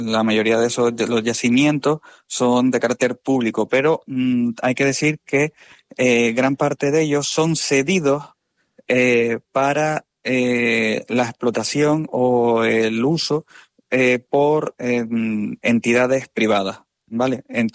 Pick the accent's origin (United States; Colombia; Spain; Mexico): Spain; Canary Islands; varios de ellos somos de aquí, de Canarias